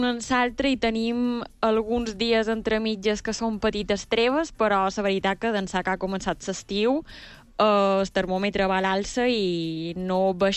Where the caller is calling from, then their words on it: Puigpunyent, Balearic Islands, Spain; De Puigpunyent.